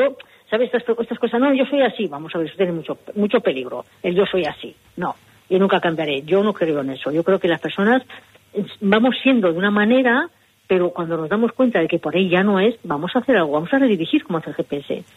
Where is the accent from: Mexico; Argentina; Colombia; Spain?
Spain; San Sebastián, Basque Country; Yo le llamo Biblioteca Juan San Martín, yo no conozco, soy de Donosti.